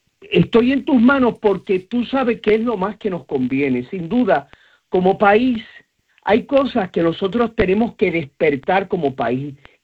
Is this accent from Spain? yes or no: no; Puerto Rico; buenos días a todo mi pueblo de Puerto Rico.